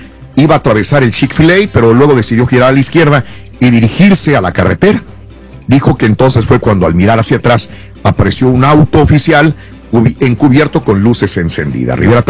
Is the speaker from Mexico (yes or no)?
yes; Mexico; si somos mexicanos también